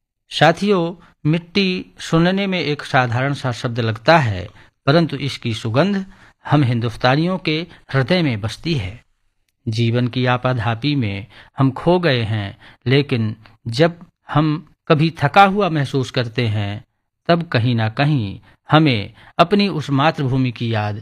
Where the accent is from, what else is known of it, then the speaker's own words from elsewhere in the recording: Baghelkhand, India; मेरे क्षेत्र की भाषा बघेली